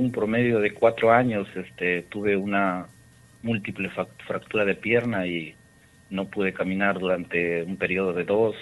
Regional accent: Usquil, La Libertad, Peru; moved away as an adult; now in Trujillo, Peru; Yo soy del distrito de Usquil, nací en Usquil, la provincia de Otuzco, departamento de La Libertad. Estudié también mi primaria y mi secundaria en el Colegio Teófilo Benítez Gil. Y terminando, pues me vine a la ciudad de Trujillo, donde radico actualmente.

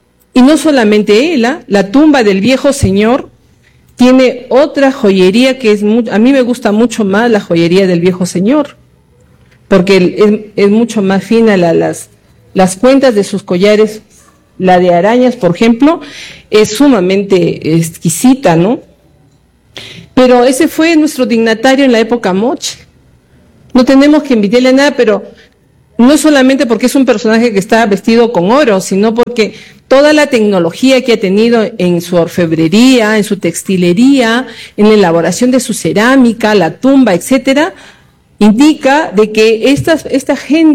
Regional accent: Peru; Orgullosos de ser peruanos, ¿no? Somos blancos, somos morenitos, trigueñitos, negritos, ¿no? Pero todos somos peruanos.

